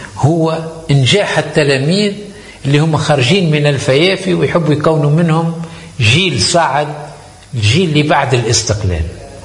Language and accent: Arabic; Zammour, Medenine, Tunisia; احنا في الواقع انا من مواليد هذه المنطقة. انا تولدت في زمور، وبداية دراستي الابتدائية 3 أو 4 سنوات الاولى